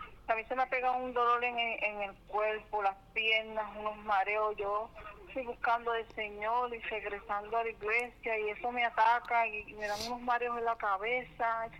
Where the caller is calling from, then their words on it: Santa Isabel, Puerto Rico; De Santa Isabel.